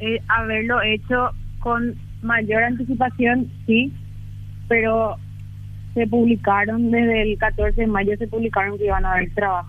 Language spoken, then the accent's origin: Spanish; Luque, Central, Paraguay; Sí, yo también soy de Luque.